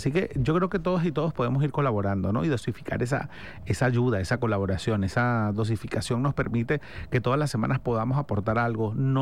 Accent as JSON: {"language": "Spanish", "town": "Maracaibo", "region": "Zulia", "country": "Venezuela", "moved": "as an adult", "lives_now": "Caracas, Venezuela", "said": "yo soy de Maracaibo y me vine a vivir a Caracas hace ya poco más de 20 años y eso es pues parte de mi desarrollo de vida."}